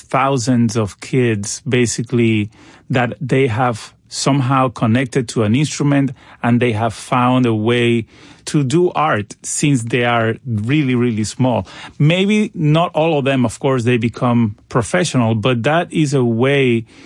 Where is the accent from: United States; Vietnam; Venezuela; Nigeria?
Venezuela; Caracas, Capital District; I grew up in Caracas, in Venezuela, playing violoncello, playing the cello, playing viola da gamba, early music.